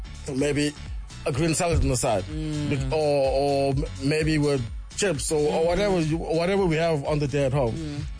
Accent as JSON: {"language": "English", "country": "South Africa", "tie": "born there", "said": "I think that's a lot of us as young South African kids."}